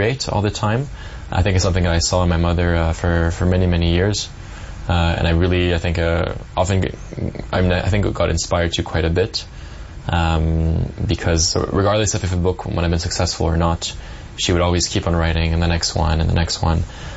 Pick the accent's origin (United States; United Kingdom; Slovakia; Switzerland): Switzerland; Geneva; So I am originally from Geneva in Switzerland. Grew up a French mother and a Swiss father.